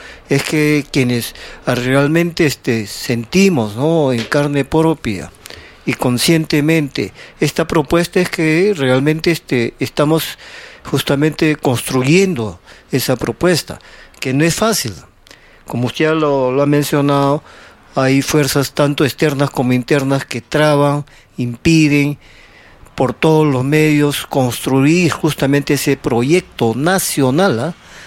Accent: Peru

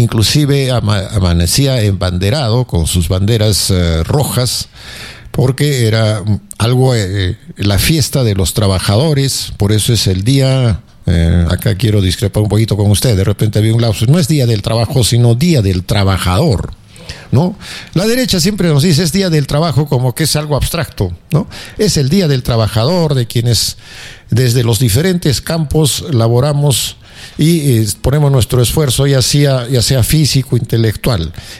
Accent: Arequipa, Peru; Y creo que acá hay muchos que somos arequipeños porque nos dio la gana de nacer en otros lugares.

